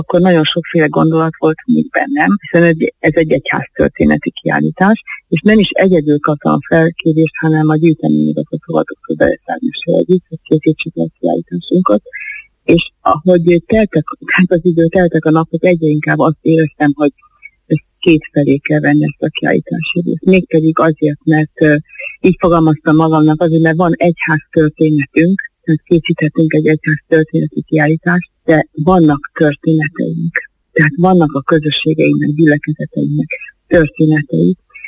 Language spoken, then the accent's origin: Hungarian; Hungary; gyerekkoromban ugye Tisztán inneni vagyok, és ott a parókián ott volt az édesapám szobájában az egyházláda